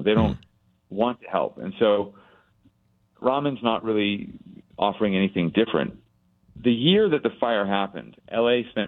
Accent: Los Angeles, California, United States; I'm from the Palisades and my neighborhood burnt down even though my house survived.

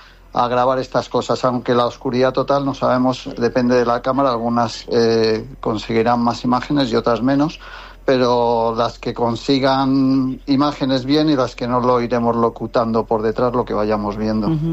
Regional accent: Spain; moved away as an adult; now in England, United Kingdom; me gustaría también volcarlo en mi país, ¿no?, en España

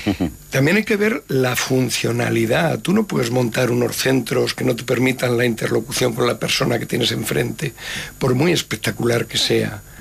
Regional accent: Castilla-La Mancha, Spain; moved away; lo voy a decir el manchego

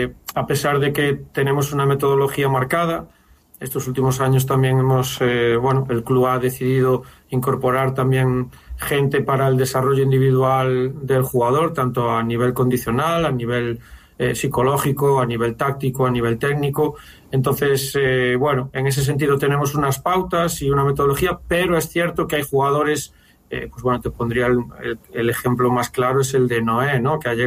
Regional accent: A Coruña, Galicia, Spain; todos los que somos coruñeses y deportivistas

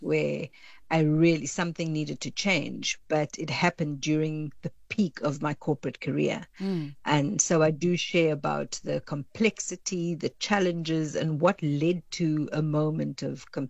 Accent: Cape Town, Western Cape, South Africa; I'm originally from Cape Town, and yeah. I spent the first 10 years of my career there

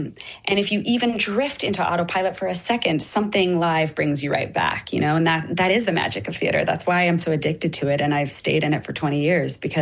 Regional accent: Canada; And we were like, we need to do some stuff in Canada and come back and sing for our Canadian folks.

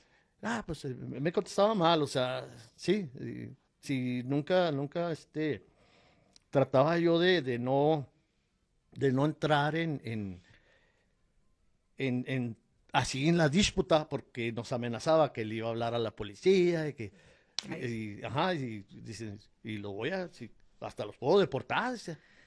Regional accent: Ciudad Juárez, Chihuahua, Mexico

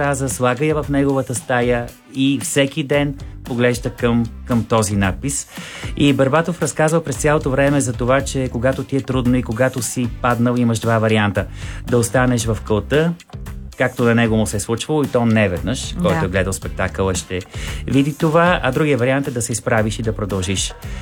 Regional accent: Pazardzhik, Pazardzhik Province, Bulgaria; ми беше важно да гледам спектакъла точно в Пазарджик. Защото и друг път съм споделял с вас и с нашите слушатели, че това е моя роден град.

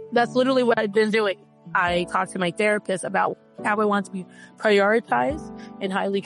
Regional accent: New York, United States; I'm from New York and I've been bi-coastal for all of these years. And I actually just moved my things after many years, but I am a New Yorker.

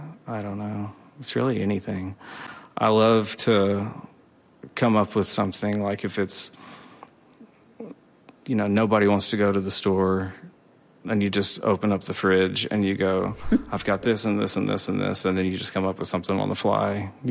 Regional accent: Bearden, Oklahoma, United States; growing up in Bearden, not even Okemah

